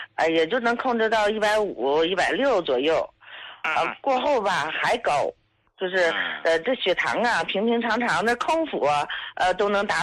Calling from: Heilongjiang, China; 我是黑龙江的患者，

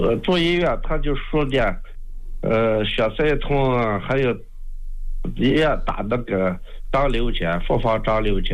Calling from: Yinchuan, Ningxia, China; 我是宁夏银川这边的，

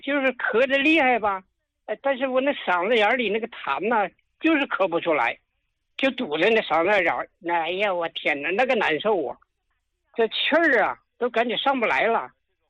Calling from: Harbin, Heilongjiang, China; 我是哈尔滨的。

